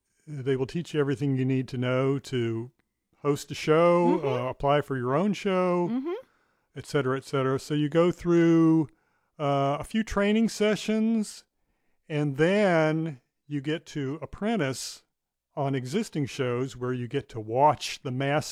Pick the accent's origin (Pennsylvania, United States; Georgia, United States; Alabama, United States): Alabama, United States; I grew up in Alabama. Yes, I did.